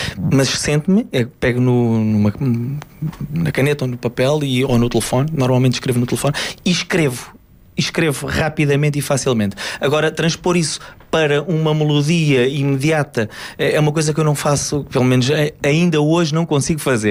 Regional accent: Alcobaça, Centro, Portugal; Eu sou da província. Ainda há isso. Eu sou de Alcobaça.

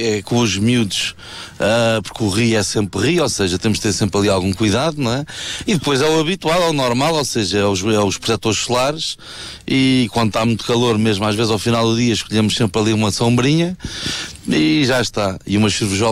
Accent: Santarém, Portugal; Não, nós somos do Ribatejo, somos de Santarém.

